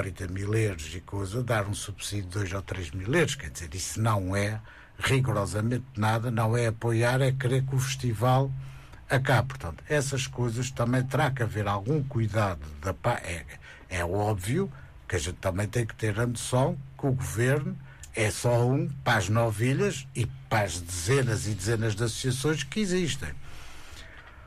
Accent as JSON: {"language": "Portuguese", "area": "Santa Maria", "region": "Azores", "country": "Portugal", "said": "nós marienses que vivemos cá"}